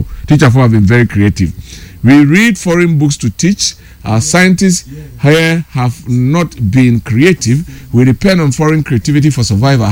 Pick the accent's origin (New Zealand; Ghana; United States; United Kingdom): Ghana; Bantama, Ashanti; from Bantama and the Senate West District.